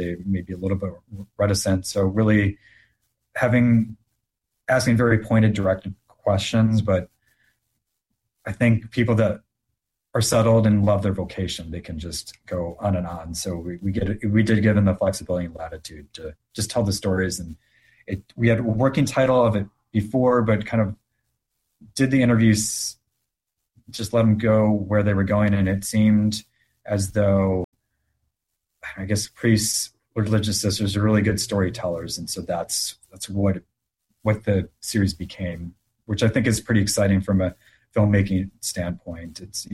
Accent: Chicago, Illinois, United States; the comeuppance was I grew up in Chicago. So junior high through my time at Notre Dame as undergrad, the Bulls are the most dominant team in the 90s.

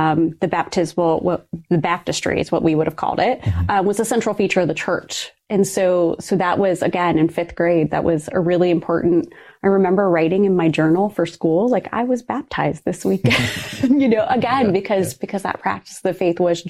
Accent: Ohio, United States; born or raised there

